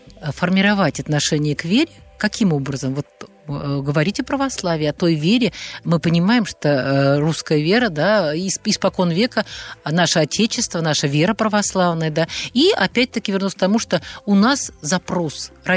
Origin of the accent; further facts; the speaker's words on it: Belarus; Мы, кстати, тоже с Белоруссии.